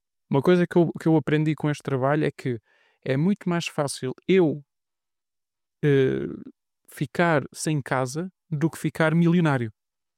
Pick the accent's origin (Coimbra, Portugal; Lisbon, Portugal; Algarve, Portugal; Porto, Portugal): Lisbon, Portugal; born there; moved away; eu nasci em Lisboa. Lisboa é a minha cidade. Embora eu já não viva, em Lisboa, tive que viver fora.